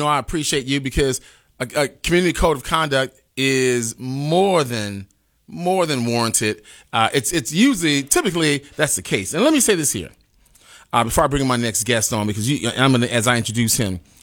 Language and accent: English; Chicago, Illinois, United States; Even when I grew up in Cabrini Green, I have a a gargantuous appreciation for people in my community growing up in the projects in a 19-story building